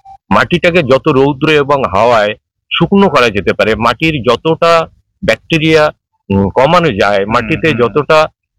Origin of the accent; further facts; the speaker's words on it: West Bengal, India; moved away as an adult; now in Jharkhand, India; আমি পশ্চিমবঙ্গের ছেলে